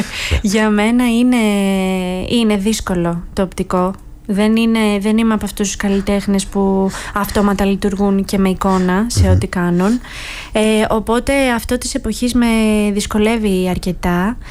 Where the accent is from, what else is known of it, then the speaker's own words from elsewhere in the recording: Ano Kastritsi, West Greece, Greece; στο Άνω Καστρίτσι, το χωριό μου.